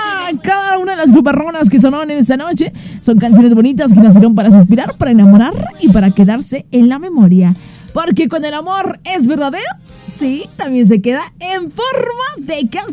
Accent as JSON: {"language": "Spanish", "region": "Durango", "country": "Mexico", "said": "Es que yo soy duranguense, la neta, y amo el ser de México, amo mi país, amo Durango. Ahí se lo dije, se llama"}